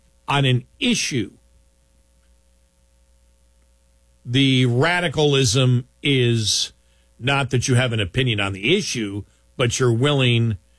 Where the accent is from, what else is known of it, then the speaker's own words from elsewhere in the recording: Ireland; I'm Irish.